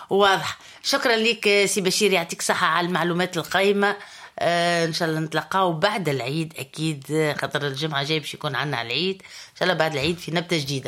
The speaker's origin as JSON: {"language": "Arabic", "country": "Tunisia", "said": "والنوع اللي عندنا في تونس"}